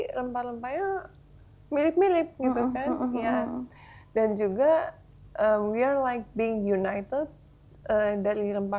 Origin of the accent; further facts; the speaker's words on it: Jakarta, Indonesia; born there; Aku lahirnya di Jakarta. tapi keluarga itu dari Kalimantan Utara.